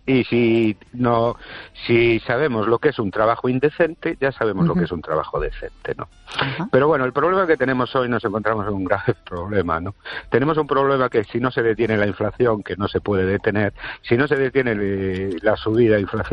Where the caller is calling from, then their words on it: Ourense, Galicia, Spain; Buenas noches, Esther y oyentes. … de Orense.